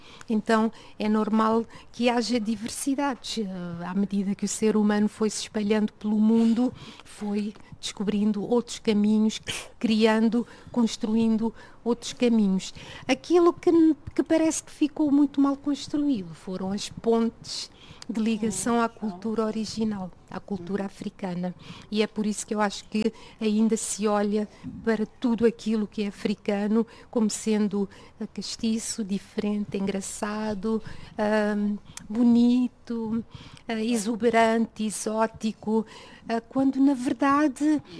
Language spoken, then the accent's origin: Portuguese; Portugal; also born or lived in Cape Verde; tendo eu crescido aqui em Portugal, nasci em Cabo Verde, mas cresci cá